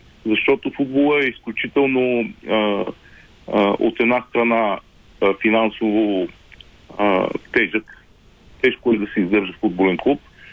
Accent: Plovdiv, Plovdiv Province, Bulgaria; moved away; въпреки че съм от Пловдив, да, рождение и възпитание, излязах от града през 83-та година

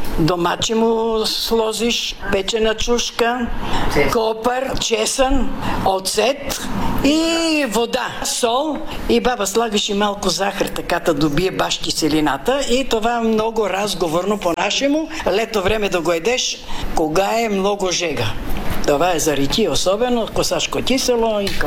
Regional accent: Vidin Province, Bulgaria; Родена съм в Белоградчишко село на 12 км Паравуш.

